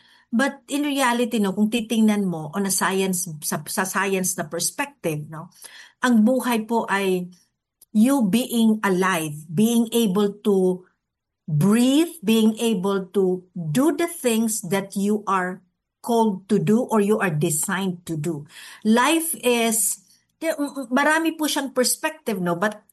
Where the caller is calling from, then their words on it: Tacloban, Eastern Visayas, Philippines; I'm coming directly now from Tacloban City, no. I'm coming in right now from Tacloban City, Eastern Visayas.